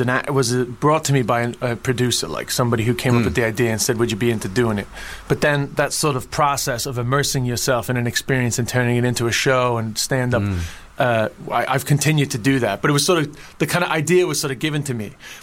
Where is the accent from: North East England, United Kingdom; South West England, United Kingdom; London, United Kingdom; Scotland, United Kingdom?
London, United Kingdom; born there; And his researcher found out that I was born in London. He's like, so you're born in London. I couldn't exactly deny it.